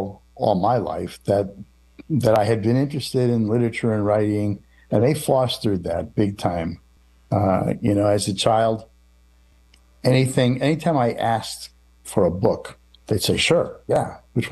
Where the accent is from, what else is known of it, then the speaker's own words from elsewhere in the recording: New England, United States; So, I grew up in New England, and any time you're anywhere in New England, doesn't you don't have to walk more than 5 or 6 feet before you come across some bit of history